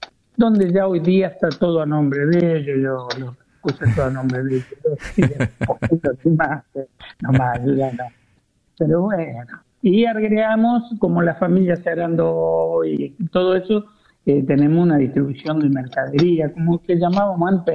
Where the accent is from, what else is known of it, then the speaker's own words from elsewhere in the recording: Arias, Córdoba, Argentina; nosotros en esta zona, en mi pueblo, trajimos el sifón de plástico como novedad